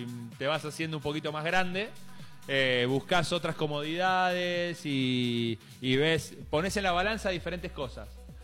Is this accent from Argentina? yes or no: yes; Junín, Buenos Aires Province, Argentina; now in Santiago del Estero, Argentina; Yo soy de Junín, provincia de Buenos Aires. Queda 250 kilómetros de la capital al noroeste.